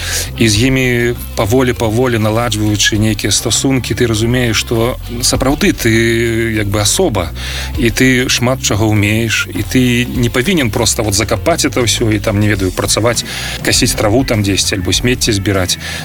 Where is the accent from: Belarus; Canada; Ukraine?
Belarus; accent: Belarusian; Ukrainian is a second language; moved away as an adult; now in Poland; у мене акцент, якби, буде так, білоруський